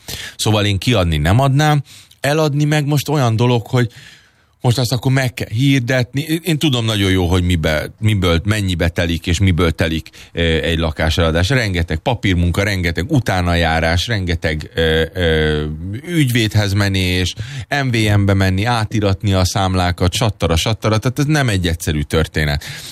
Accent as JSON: {"language": "Hungarian", "country": "Hungary", "said": "És persze tudom, én magyar vagyok, mit akarok itt amerikázni, de én még most se teszek le arról, hogy esetleg valami más városba, vagy netán más országba kapjak munkát."}